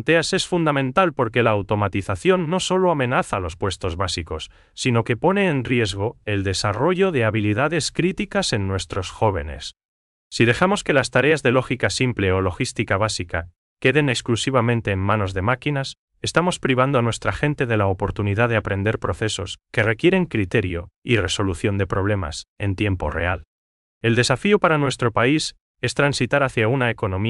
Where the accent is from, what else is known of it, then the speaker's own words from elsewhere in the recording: Paraguay; nos caracteriza como paraguayos